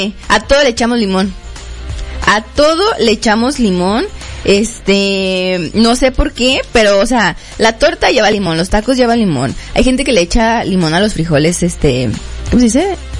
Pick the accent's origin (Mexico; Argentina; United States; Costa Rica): Mexico; Guadalajara, Jalisco; Discúlpenme, yo fallé como tapatía